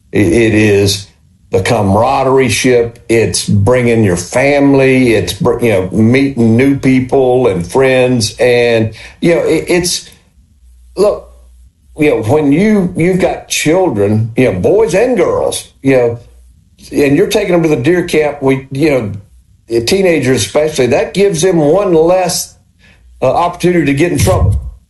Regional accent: Mississippi, United States; I grew up in Walthall County on a farm

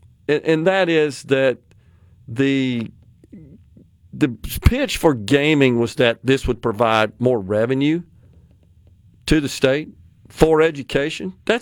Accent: Jackson, Mississippi, United States; West Jackson over there to where I grew up on Northside Drive, kind of sandwiched between Bowling Street and Watkins

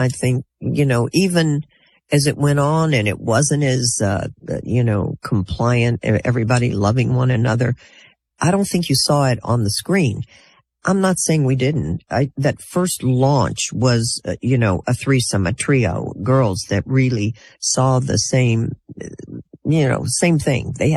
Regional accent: Texas, United States; You know, I'm from Texas. You sign a contract, you stick it through.

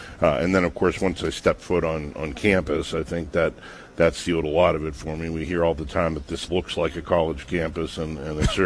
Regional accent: Weirton, West Virginia, United States; I'm from Weirton, West Virginia, and didn't have a lot of friends that had looked at West Virginia Wesleyan

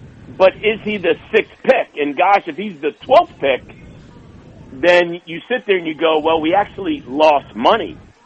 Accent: New York, United States; and of course I'm a Knicks fan, Luke, and I grew up in New York, big Knicks fan

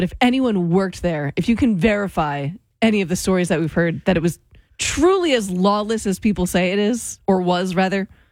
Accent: New Jersey, United States; I'm from South Jersey. How dare you?

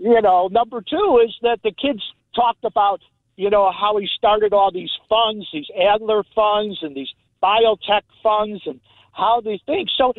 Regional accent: Chicago, Illinois, United States; I grew up in Chicago

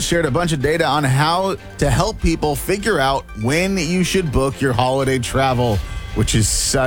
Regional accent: San Diego, California, United States; moved away; we're going back to my hometown of San Diego, California

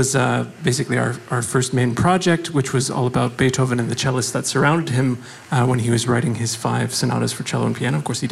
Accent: Canada; others by composers we looked up to growing up in Canada. So all Canadian composers

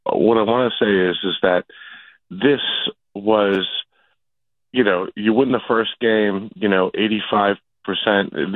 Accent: Jersey City, New Jersey, United States; now in Oceanport, United States; I grew up in Jersey City

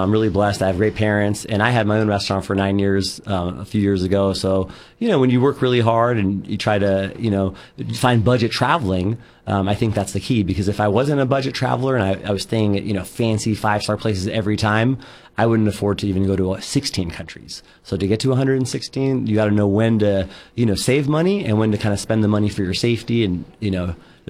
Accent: United States; I'm from America and I love the U.S. and I'm proud to be American.

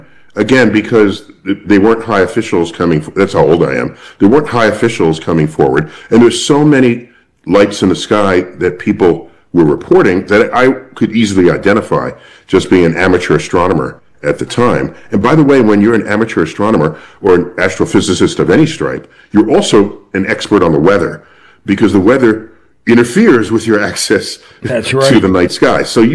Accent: New York City, New York, United States; born and raised in New York Cit

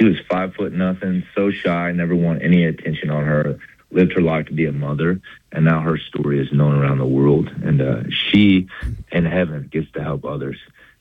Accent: Iowa, United States; moved away as an adult; now in Nashville, United States; I was in Nashville. I'd been there for a couple of years. I grew up in Northeast Iowa

